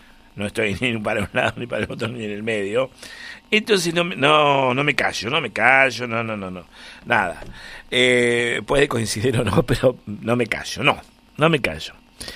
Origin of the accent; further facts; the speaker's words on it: Argentina; porque soy argentino